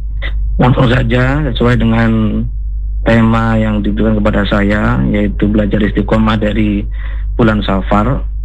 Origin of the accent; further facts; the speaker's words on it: Java, Indonesia; kita orang Jawa